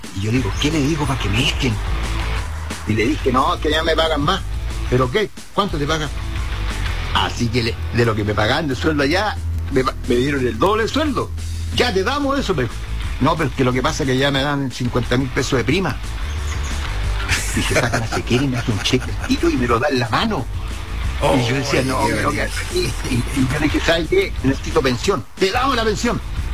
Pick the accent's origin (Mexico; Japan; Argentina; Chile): Chile; moved away; yo era provinciano